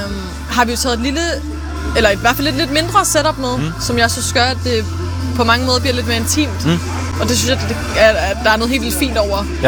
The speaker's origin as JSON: {"language": "Danish", "town": "Aarhus", "region": "Central Denmark Region", "country": "Denmark", "tie": "born or raised there", "moved": "as an adult", "lives_now": "Copenhagen, Denmark", "said": "jeg har jo bare et helt specielt forhold til Aarhus, fordi jeg er herfra."}